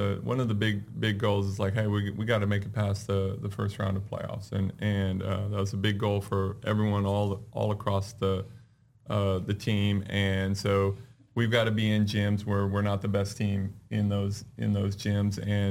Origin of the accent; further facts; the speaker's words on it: California, United States; moved away as an adult; also born or lived in Oklahoma; now in East Texas, United States; I grew up in California